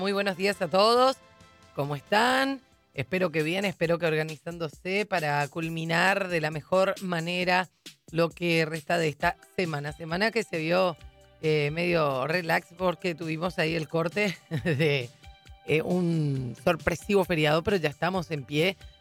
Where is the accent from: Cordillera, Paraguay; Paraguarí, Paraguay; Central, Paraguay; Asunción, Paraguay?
Central, Paraguay; Lambaré; yo que soy de Lambaré, veía como que no iba a llover y de repente se largó con todo